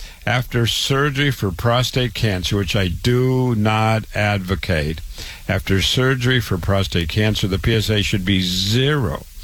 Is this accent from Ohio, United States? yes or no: no; Waterloo, Iowa, United States; I'm a board-certified, triple board-certified cancer doctor. I was born and raised in Waterloo, Iowa. I went to public school, university, MD at 25, real medical doctor, MD.